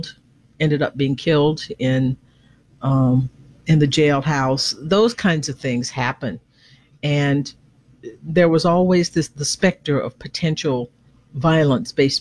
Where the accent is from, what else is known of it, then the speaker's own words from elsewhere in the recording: Conroe, Texas, United States; also born or lived in Livingston; When I first moved there, I moved, I was born in Livingston, Texas, about 50 miles northeast of there. But my parents moved to Conroe when I was about 6 months old.